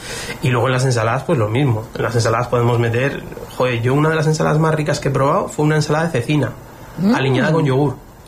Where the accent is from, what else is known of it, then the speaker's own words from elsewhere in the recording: Basque Country, Spain; now in Lanzarote, Spain; No, yo soy vasco